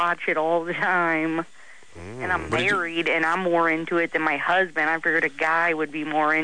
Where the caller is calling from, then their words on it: Missouri, United States; I'm from Missouri.